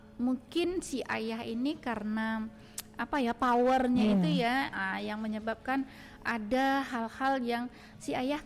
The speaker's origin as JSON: {"language": "Indonesian", "region": "West Sumatra", "country": "Indonesia", "said": "di tengah-tengah masyarakat kita, Minang ini"}